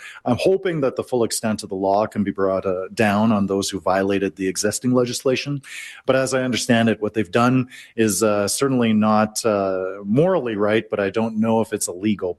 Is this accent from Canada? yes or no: yes; Calgary, Alberta, Canada; We're all Canadian. We're all Albertans. We're all Calgarians.